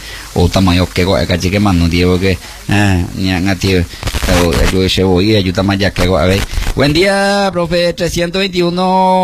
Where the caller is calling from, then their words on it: Pedro Juan Caballero, Amambay, Paraguay; Mi saludo para vos, Ovidio, soy de Pedro Juan Caballero, te estoy escuchando.